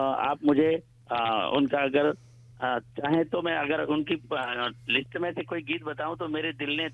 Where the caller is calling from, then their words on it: Dhar, Madhya Pradesh, India; बात कर रहा हूँ … MP धार से।